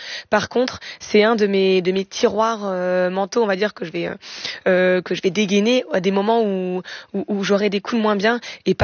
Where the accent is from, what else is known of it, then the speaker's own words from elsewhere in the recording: Normandy, France; je viens aussi de Normandie, d'un pays plat, et j'ai découvert la montagne à l'âge de 26 ans.